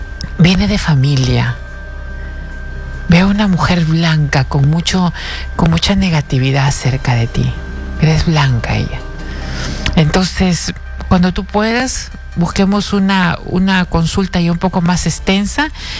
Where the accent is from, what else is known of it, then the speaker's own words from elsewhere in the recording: Peru; A mí me duele porque soy peruana, porque soy persona, porque soy gente.